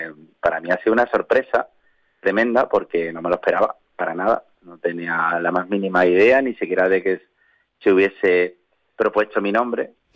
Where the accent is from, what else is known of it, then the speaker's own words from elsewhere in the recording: Algeciras, Andalusia, Spain; el pregón de la Semana Santa de mi pueblo, que sabes que para mí Algeciras es algo que llevo dentro, soy un algecireño absolutamente enamorado de su tierra